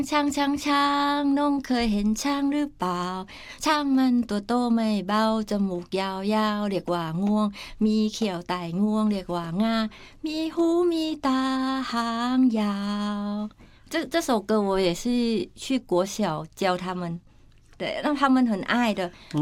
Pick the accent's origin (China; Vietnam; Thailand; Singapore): Thailand; now in Taiwan; 我是来自泰国，可是我嫁给台湾人了，我也是台湾人。